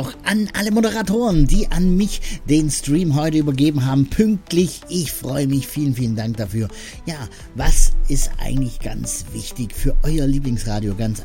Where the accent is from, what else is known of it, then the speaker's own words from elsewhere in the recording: Swabia, Germany; Und das ich als Schwabe, gell?